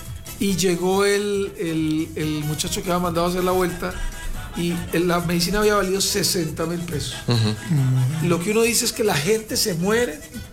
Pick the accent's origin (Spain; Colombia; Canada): Colombia; aquí en Colombia salgamos de pobres